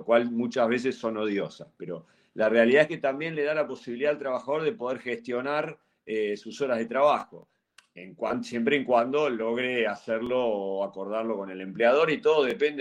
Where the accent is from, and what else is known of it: Argentina